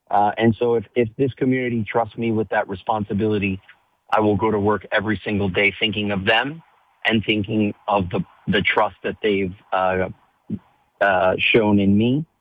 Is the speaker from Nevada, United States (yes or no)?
no; Miami-Dade, Florida, United States; I grew up here in Miami-Dade.